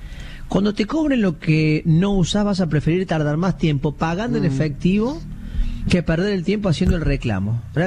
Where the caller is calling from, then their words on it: Buenos Aires, Argentina; de Capital.